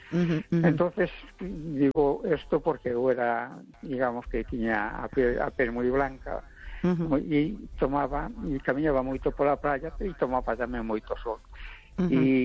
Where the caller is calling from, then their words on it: A Coruña, Galicia, Spain; de Coruña.